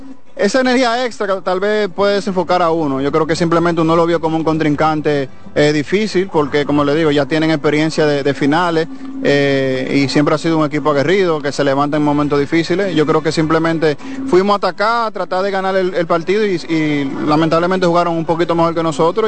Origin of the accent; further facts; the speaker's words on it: Dominican Republic; como dominicano, súper orgulloso.